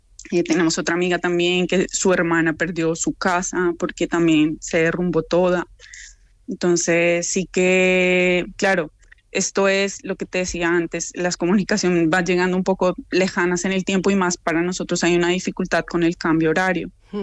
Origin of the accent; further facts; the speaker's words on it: Bogotá, Colombia; Yo, por ejemplo, pues soy de Bogotá